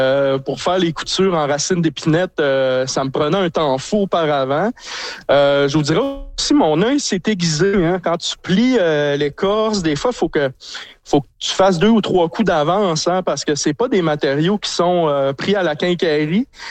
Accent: Chambord, Quebec, Canada; now in Saint-Félicien, Canada; moi, je suis originaire de Chambord, imaginez.

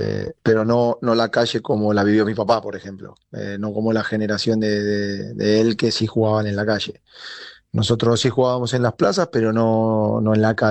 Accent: Buenos Aires, Argentina; moved away as an adult; now in Orlando, United States; Nosotros somos de la zona de Núñez, Capital Federal.

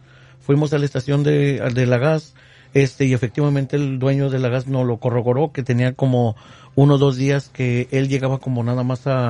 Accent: San Francisco, California, United States; nosotros somos del San Francisco, del área de San Francisco

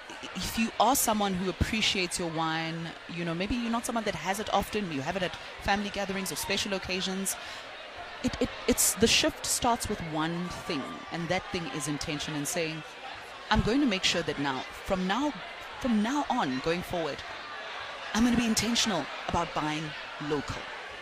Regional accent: South Africa; I'm a South African girlie

